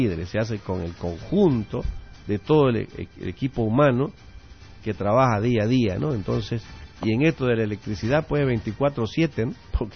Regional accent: Santa Cruz, Bolivia; nosotros los cruceños

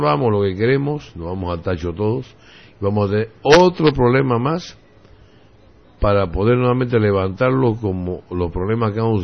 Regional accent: Santa Cruz, Bolivia; mi pueblo Santa Cruz.

